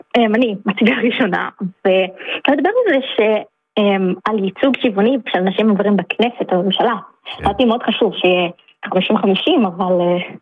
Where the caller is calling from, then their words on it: Haifa, Haifa District, Israel; גם אני מחיפה.